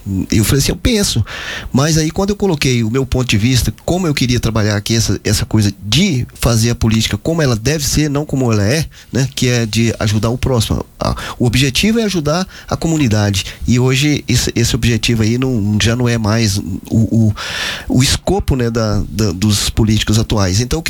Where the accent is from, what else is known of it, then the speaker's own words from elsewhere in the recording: Britânia, Goiás, Brazil; lá na minha cidade, Britânia